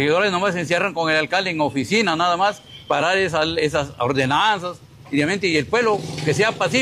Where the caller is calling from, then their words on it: Tambogrande, Piura, Peru; a mi pueblo de Tamborande también le digo